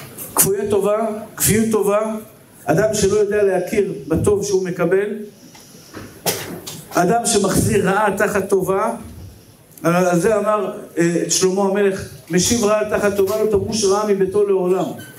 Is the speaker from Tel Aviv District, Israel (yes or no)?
yes; Tel Aviv, Tel Aviv District, Israel; אני גדלתי בשכונות, חתלתי בשכונת התקווה, בג'בלאות